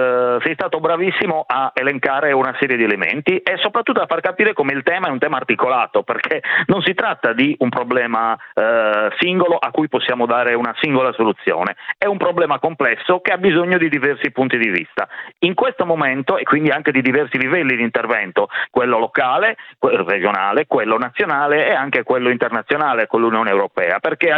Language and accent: Italian; Sardinia, Italy; da sardo e da rappresentante di imprese sarde